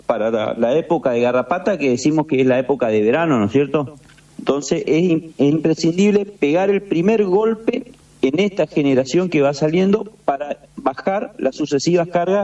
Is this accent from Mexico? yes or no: no; Corrientes, Argentina; Soy de Corrientes, yo soy de Corrientes, acá estamos en Corrientes